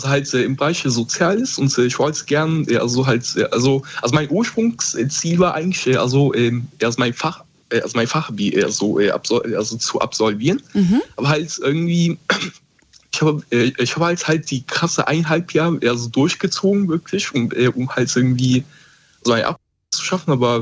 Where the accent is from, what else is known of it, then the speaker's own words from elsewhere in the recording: Koblenz, Rhineland-Palatinate, Germany; Also, also ich komme aus Koblenz, Rheinland-Pfalz.